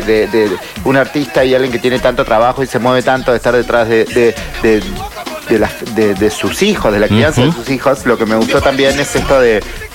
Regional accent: Argentina; somos argentinos.

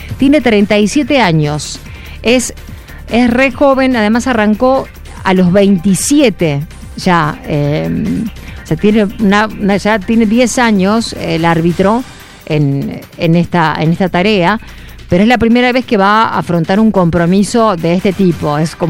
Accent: Argentina

